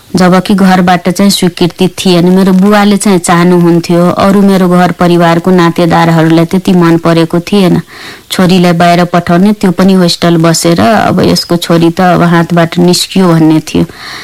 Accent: Saptari District, Madhesh Province, Nepal; first language Maithili; Nepali is a second language; also born or lived in Rajbiraj; म सप्तरी जिल्लाको एउटा ग्रामीण भेगमा जन्मेको, मेरो गाउँ कनकट्टा थियो। त्यहाँबाट 3 किलोमिटर दक्षिणमा भारतको सिमाना थियो।

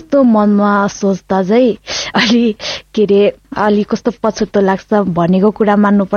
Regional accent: Sindhupalchok, Bagmati, Nepal; born there

